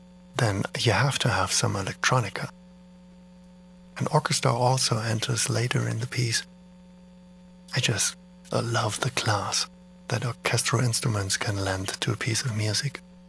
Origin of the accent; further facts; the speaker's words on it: Berlin, Germany; I'm a composer from Berlin